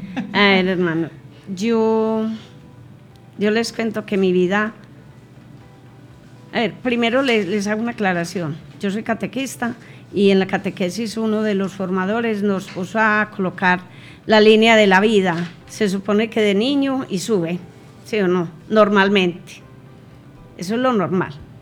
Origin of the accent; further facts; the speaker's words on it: San Luis, Antioquia, Colombia; born there; yo soy de Oriente Antioqueño, soy de San Luis.